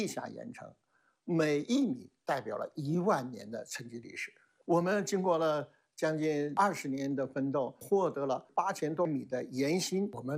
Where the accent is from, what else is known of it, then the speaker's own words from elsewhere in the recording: China; 我们中国人打穿了白垩纪，为全球贡献了整个白垩纪的录像档案